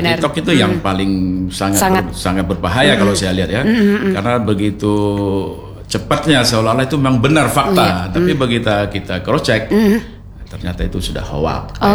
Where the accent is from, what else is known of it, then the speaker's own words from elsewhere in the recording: Banda Aceh, Aceh, Indonesia; Contoh kayak saya nih kan, saya dari Banda Aceh ya.